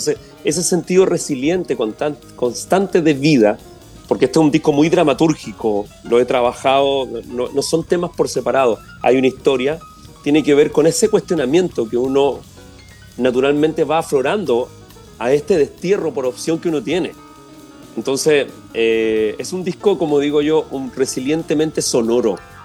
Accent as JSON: {"language": "Spanish", "town": "Santiago", "region": "Santiago Metropolitan Region", "country": "Chile", "moved": "as an adult", "lives_now": "Puerto Montt, Chile", "said": "San Miguel, de donde vengo yo"}